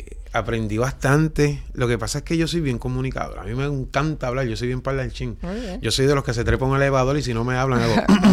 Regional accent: Puerto Rico; pero sentía la necesidad del calorcito puertorriqueño, y como yo soy tan boricua

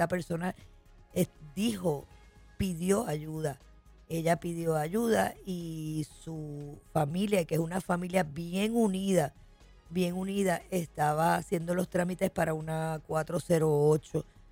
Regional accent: Puerto Rico; sea como el boricua, mira, Island Time. Yo sé que nosotros todo lo cogemos suave.

